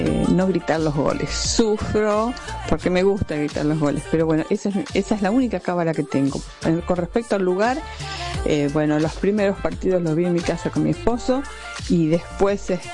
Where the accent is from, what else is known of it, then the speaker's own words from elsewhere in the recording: Carlos Beguerie, Buenos Aires Province, Argentina; de Carlos Reguería, partido de Roque Pérez.